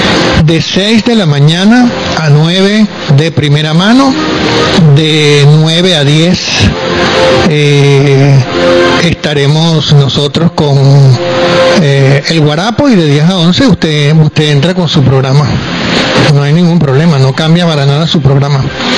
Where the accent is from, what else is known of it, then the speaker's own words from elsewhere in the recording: Venezuela; como venezolanos somos buenas personas